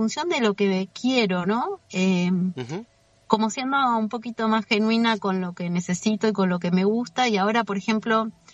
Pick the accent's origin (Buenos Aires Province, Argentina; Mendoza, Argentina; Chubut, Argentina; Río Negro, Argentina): Chubut, Argentina; Trevelin; me voy a enfocar en un concierto acá, en Trevelin, en mi pueblo, para la gente de acá.